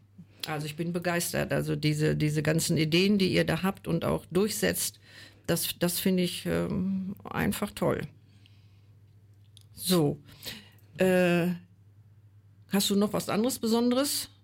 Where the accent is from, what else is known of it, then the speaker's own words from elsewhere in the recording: Salzgitter, Lower Saxony, Germany; Ich bin ja in Salzgitter-Bad geboren, war ja für damalige Verhältnisse auch schon eine große Stadt.